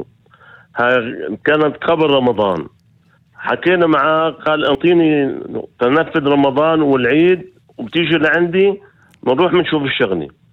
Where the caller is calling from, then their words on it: Shefa-Amr, Northern District, Israel; كأني أنا مواطن من حيفا مش من شفاعمر